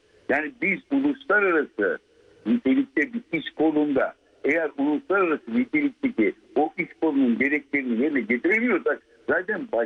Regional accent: Istanbul, Turkey; born there; Ben Alman ekolünde büyüdüm. İstanbul Erkek Lisesi'ndeyim ben.

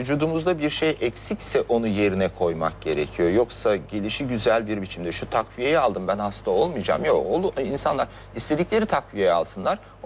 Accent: Aegean Region, Turkey; Ege. Benim memleketimde

